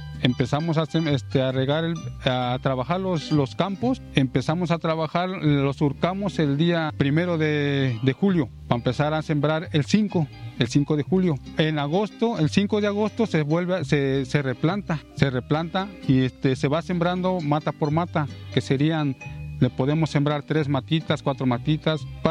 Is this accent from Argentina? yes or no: no; San Pablo Coapan, Veracruz, Mexico; soy de San Pablo Coapan, municipio de Naolinco, y yo me dedico a la siembra de cempasúchil.